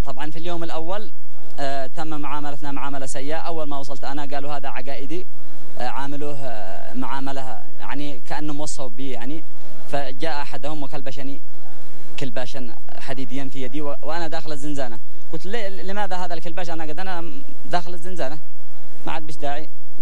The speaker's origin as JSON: {"language": "Arabic", "country": "Yemen", "said": "أنا يمني حر"}